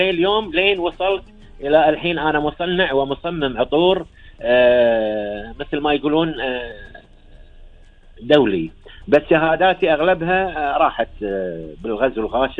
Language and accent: Arabic; Kuwait; انا عطار كويتي قديم